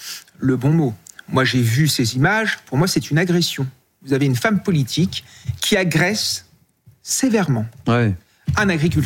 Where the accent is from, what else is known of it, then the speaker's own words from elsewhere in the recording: Grand Est, France; Moi, je suis originaire des Ardennes. J'ai grandi au milieu de ces paysans